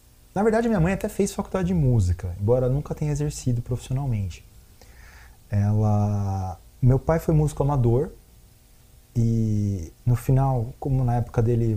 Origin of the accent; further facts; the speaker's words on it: Piracicaba, São Paulo, Brazil; Então, a gente foi a Piracicaba. Eu cresci, na verdade, em Piracicaba.